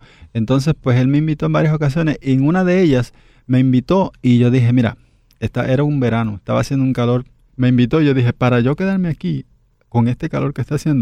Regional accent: Dominican Republic; Y el personal de la Federación de Deportes de la República Dominicana tuvo que bajar a mi pueblo. Y ahí, pues, ellos me vieron.

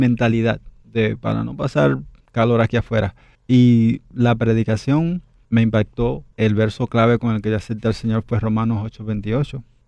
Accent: Dominican Republic; Y el personal de la Federación de Deportes de la República Dominicana tuvo que bajar a mi pueblo. Y ahí, pues, ellos me vieron.

